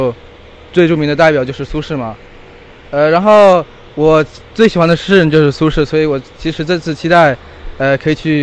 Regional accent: Germany; 因为我在德国长大嘛，然后去来中国的机会其实也并不多

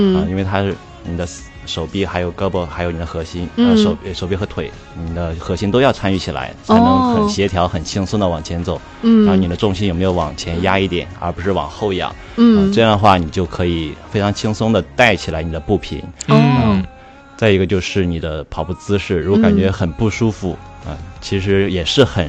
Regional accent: Shandong, China; 我是山东的

